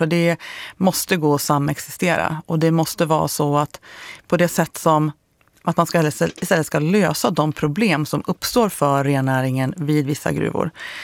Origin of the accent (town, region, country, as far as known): Jämtland County, Sweden; born or raised there